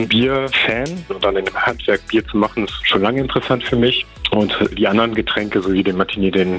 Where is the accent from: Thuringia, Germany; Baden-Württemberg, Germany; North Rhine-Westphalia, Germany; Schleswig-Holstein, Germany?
Schleswig-Holstein, Germany; dass ich auch als Schleswig-Holsteiner